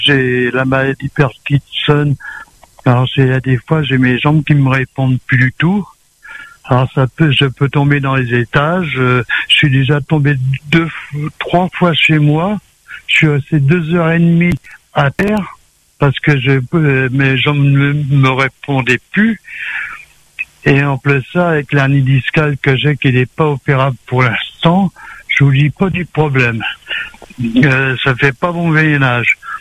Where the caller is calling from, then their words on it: Saint-Denis, Réunion; parce que j'habite au Chaudron, juste à côté de la place du marché